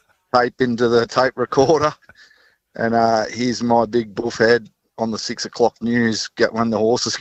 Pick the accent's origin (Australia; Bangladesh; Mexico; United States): Australia; Newcastle, New South Wales; I was an apprentice, and I'm from Newcastle, and the Dr. Jurt's race meeting was on up at Cessnock.